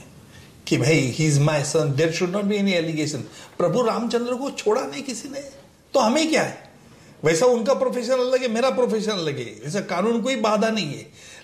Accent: Jalgaon, Maharashtra, India; moved away; मेरा गांव है, वहां बर्थ हुआ, वहां एजुकेशन हुआ, लेकिन जो हमारी एग्रीकल्चर लैंड है वो छोटा सा विलेज है

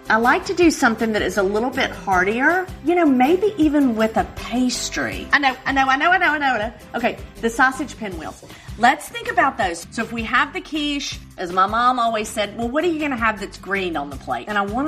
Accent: Oxford, Mississippi, United States; an outdoor brunch in my hometown, Oxford, Mississippi.

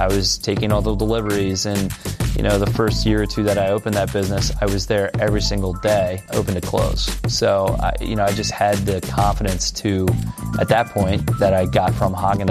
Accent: Timonium, Maryland, United States; born there; now in Baltimore, United States; I was born in Timonia, Maryland, and lived in Baltimore, Maryland here the last 17 years.

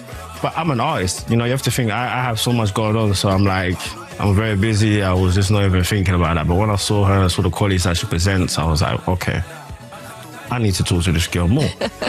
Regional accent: London, United Kingdom; I was like, yeah, of course I'm from London. Where do you think I'm from?

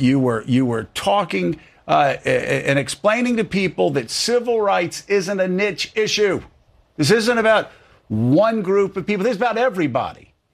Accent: Pensacola, Florida, United States; a guy from my hometown, Chappie James from Pensacola, Florida

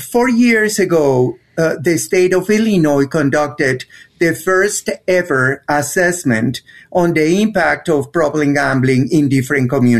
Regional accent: Colombia; English is a second language; moved away as an adult; now in United States; Well, I'm from Colombia, and I came to the U.S. when I was already 41 because of the middle age crisis.

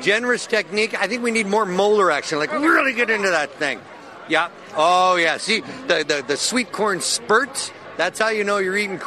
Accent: Shakopee, Minnesota, United States; I'm from Shakopee.

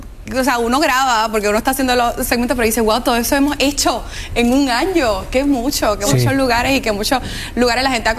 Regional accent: Puerto Rico; cuando me reconocen así en mi pueblo, allá

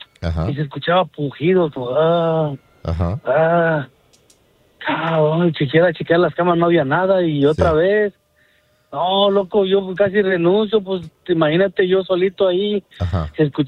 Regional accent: Cuautla, Morelos, Mexico; now in Granada Hills, United States; De un lugar que se llama Cuautla, Morelos, no se lo conozca.

